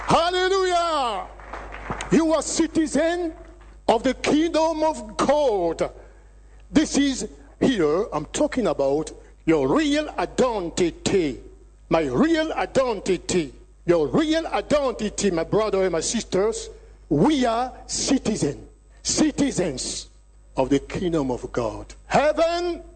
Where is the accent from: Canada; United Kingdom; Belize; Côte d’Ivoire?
Côte d’Ivoire; now in United States; I am a citizen of Ivory Coast. I am also a citizen of the United States of America. Because I am an American. I came from Virginia, the state of Virginia.